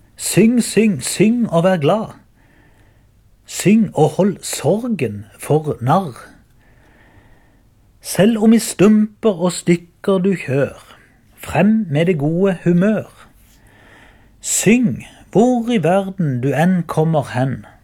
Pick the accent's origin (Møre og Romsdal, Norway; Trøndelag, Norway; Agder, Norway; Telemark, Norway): Agder, Norway; Byremo